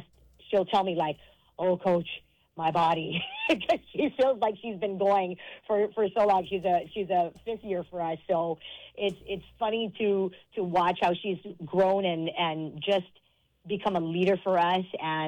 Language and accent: English; Hawaii, United States; born there; as a Kamehameha girl myself, and a proud 13-year lifer